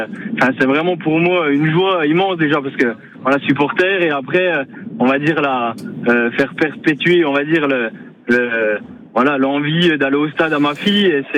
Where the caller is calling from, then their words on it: Magny-Vernois, Bourgogne-Franche-Comté, France; Magny-Vernois en Haute-Saône.